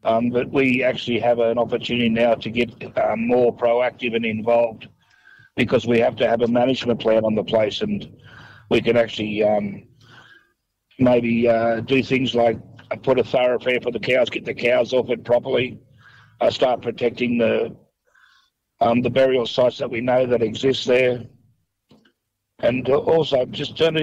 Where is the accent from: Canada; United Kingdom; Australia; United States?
Australia; Gunnedah, New South Wales